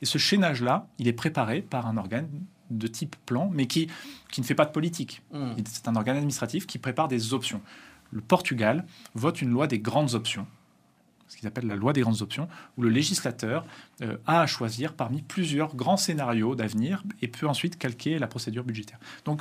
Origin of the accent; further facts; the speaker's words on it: France; Donc, un espèce de décalage entre cette logique de puissance qui nous a construite en tant que Français